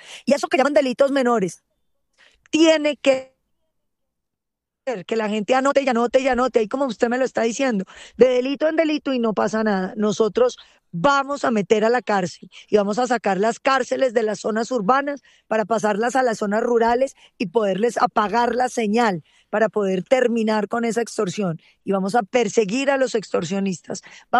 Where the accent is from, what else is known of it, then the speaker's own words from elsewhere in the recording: Colombia; Si los colombianos nos comprometemos a ir por una ruta